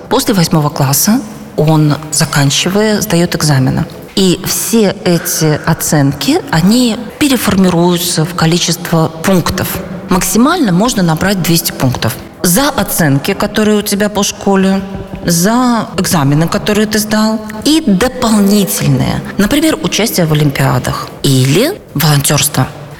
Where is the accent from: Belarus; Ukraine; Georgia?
Belarus; moved away; Мы принимали решение о эмиграции, осознавая, почему мы это делаем, да, что вот мы белорусы, мы не можем жить в своей стране, мы вынуждены эмигрировать.